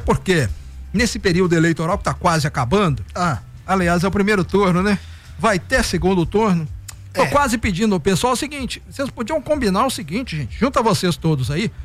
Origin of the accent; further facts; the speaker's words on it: Pompeu, Minas Gerais, Brazil; e olha que eu sou de Pompeu, que cabe meia dúzia de Belo Horizonte lá dentro.